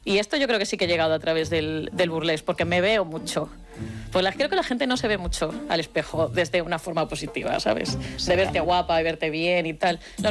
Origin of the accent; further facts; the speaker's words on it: Vigo, Galicia, Spain; yo soy de Vigo, cuando vuelvo a Vigo, sí que noto, pues otra vez